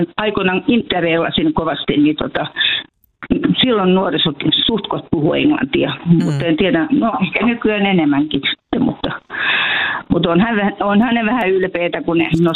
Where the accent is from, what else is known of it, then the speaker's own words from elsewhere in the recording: Helsinki, Uusimaa, Finland; now in Leivonmäki, Finland; Me ollaan siis ihan Helsingistä kotoisin.